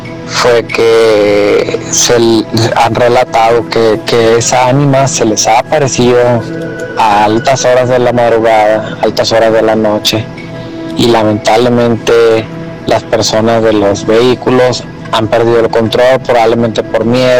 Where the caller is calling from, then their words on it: Sinaloa, Mexico; Yo soy de Sinaloa.